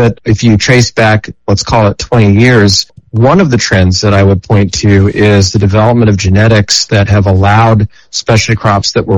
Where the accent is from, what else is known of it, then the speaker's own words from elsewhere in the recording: United States; just as a person, as an American, as a husband and a father